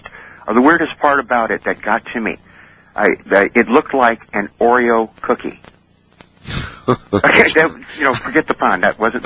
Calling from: Campbell, California, United States; from Campbell, California.

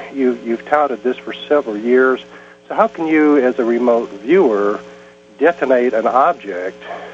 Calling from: Brentwood, Tennessee, United States; I'm from Brentwood, Tennessee, a little town outside of Nashville.

